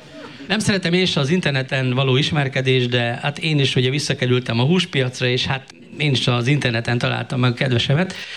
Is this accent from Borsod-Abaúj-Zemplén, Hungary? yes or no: yes; Miskolc, Borsod-Abaúj-Zemplén, Hungary; ő újpesti, én meg miskolci vagyok